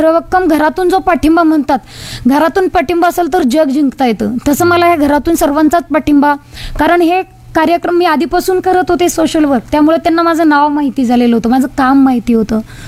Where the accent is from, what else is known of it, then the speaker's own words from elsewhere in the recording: Maharashtra, India; पण मी आवर्जून मी मराठवाड्याची हे वाक्य सांगत असते की मी मराठवाड्यातली आहे, उस्मानाबाद जिल्ह्यातली आहे